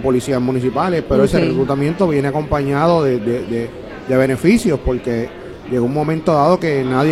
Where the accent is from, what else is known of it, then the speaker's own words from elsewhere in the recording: Puerto Rico; yo soy puertorriqueño, tengo trascendencia de la ciudad de Nueva York, así que mi papá es del área de Nueva York.